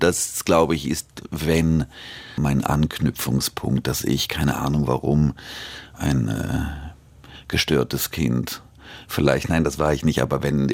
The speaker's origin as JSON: {"language": "German", "country": "Switzerland", "said": "aber ich war aus der Schweiz kommend, auch ich war ja lange auch in der freien Szene"}